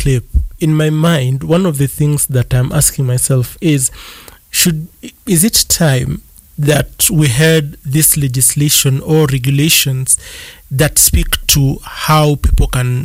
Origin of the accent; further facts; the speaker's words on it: Kenya; as a Kenyan who stood with the anti-finance bill protests